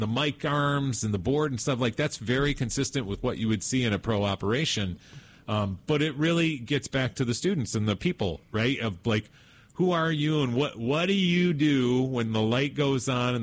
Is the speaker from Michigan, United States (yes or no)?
yes; Paw Paw, Michigan, United States; I grew up in Pawpaw.